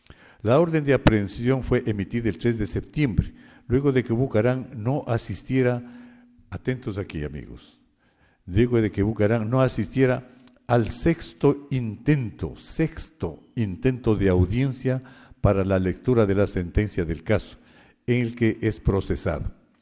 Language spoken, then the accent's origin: Spanish; Ecuador